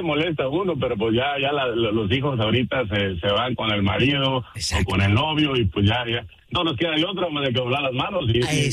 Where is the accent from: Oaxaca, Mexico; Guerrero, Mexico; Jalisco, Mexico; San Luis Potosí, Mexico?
Jalisco, Mexico; Autlán de la Grana; Somos de allá de Jalisco, de un pueblo que se llama Autlán de la Grana, Jalisco.